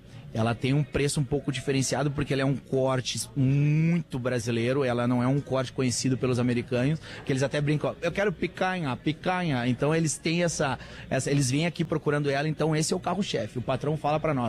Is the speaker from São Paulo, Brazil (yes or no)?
no; Rio Grande do Sul, Brazil; now in United States; ele me botou como gaúcho